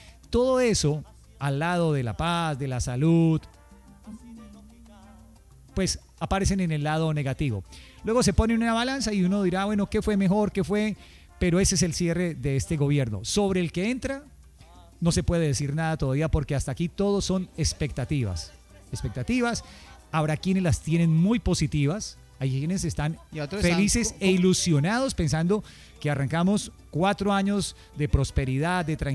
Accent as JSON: {"language": "Spanish", "country": "Colombia", "said": "somos los mismos colombianos"}